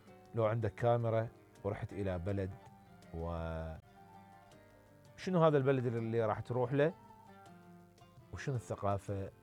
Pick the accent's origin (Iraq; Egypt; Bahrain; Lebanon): Iraq; moved away